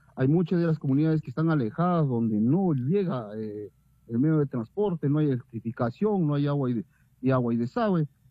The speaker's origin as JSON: {"language": "Spanish", "country": "Peru", "said": "para tener un servicio básico que como peruano nos corresponde."}